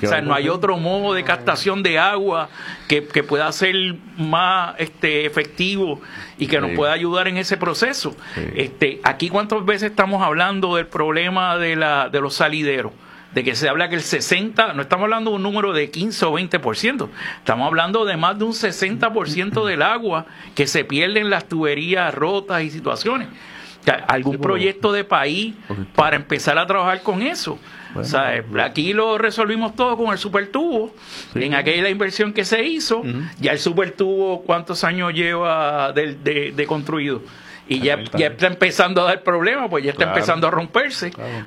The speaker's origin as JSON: {"language": "Spanish", "country": "Puerto Rico", "said": "nosotros como puertorriqueños"}